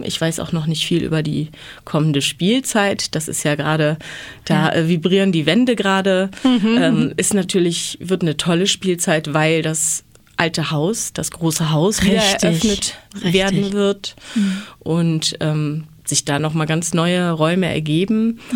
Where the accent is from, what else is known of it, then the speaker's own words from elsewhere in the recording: West Germany, Germany; born there; moved away as an adult; now in Thuringia, Germany; Ich bin eben total im Westen geboren, 1987, also kurz vor der Wende.